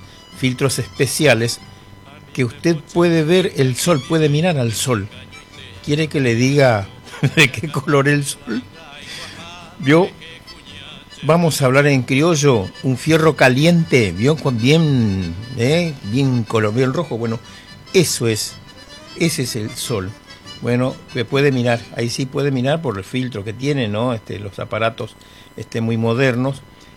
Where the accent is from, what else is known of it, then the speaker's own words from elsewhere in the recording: Chaco, Argentina; born there; moved away; A mi gente del Chaco. En el lugar donde nací, residencia de la plaza, mi pueblo. Todos mis parientes que tenemos por allá, tengo por allá mis parientes.